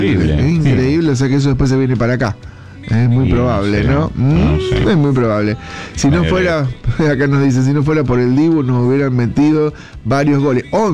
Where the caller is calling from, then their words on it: Miramar de Ansenuza, Córdoba, Argentina; los felicito a todos acá en mi pueblo de Ancenusa, Miramar.